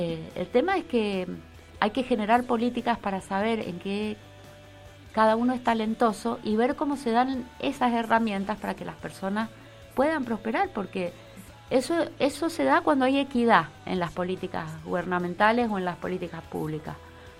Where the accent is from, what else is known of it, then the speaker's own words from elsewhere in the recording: Las Heras, Mendoza, Argentina; yo soy de Las Heras de alma